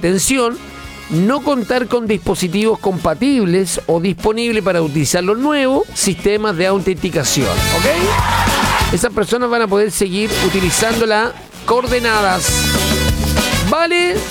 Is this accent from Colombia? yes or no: no; Chile; somos fijones los chilenos